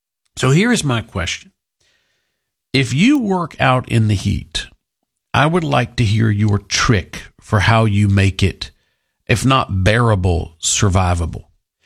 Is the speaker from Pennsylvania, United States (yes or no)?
no; Texas, United States; Man, I'm Texan. I need air conditioning no matter what it is. I'm used to it.